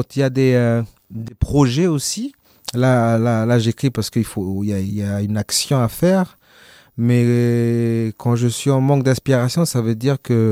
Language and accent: French; Lifou, Loyalty Islands Province, New Caledonia; moi j'ai grandi à l'Ifou, je parle pas le l'Ifou